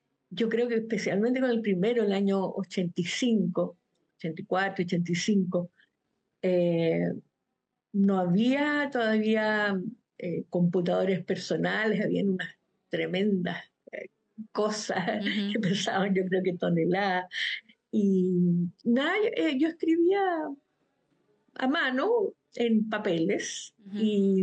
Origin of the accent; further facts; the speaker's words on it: Chile; moved away as an adult; also born or lived in Sweden; Solo fue cuando volví y conocí lo que estaba pasando en Chile